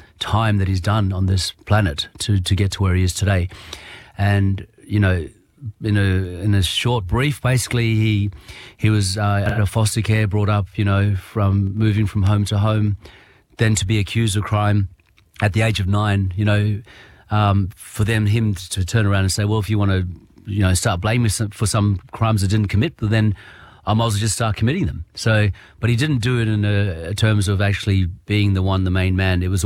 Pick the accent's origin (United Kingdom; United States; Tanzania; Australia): Australia; Western Australia; I'm man from the Kimberleys, and I tell them